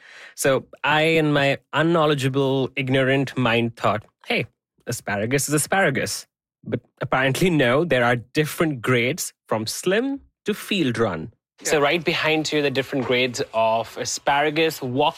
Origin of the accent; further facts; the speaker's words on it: India; moved away; Well, growing up in India